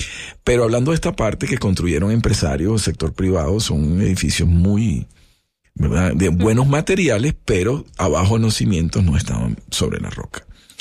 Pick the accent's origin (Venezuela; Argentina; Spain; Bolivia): Venezuela; moved away; Como venezolano, primero, yo estoy viviendo acá una situación muy difícil también, porque desde acá no puedo ir a abrazar a mis seres queridos, porque tampoco es fácil viajar a Venezuela.